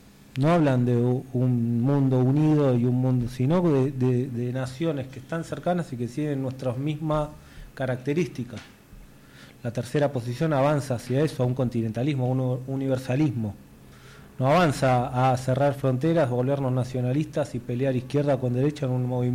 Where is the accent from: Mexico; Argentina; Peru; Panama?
Argentina; como ciudadanos, como criollos, como argentinos.